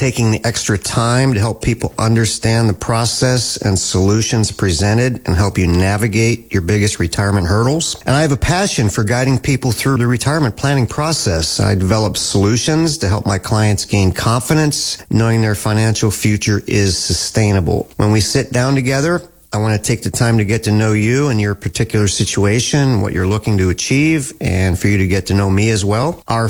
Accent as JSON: {"language": "English", "town": "Harrisburg", "region": "Pennsylvania", "country": "United States", "tie": "born or raised there", "said": "I was born and raised in the Harrisburg area, went to school and college locally."}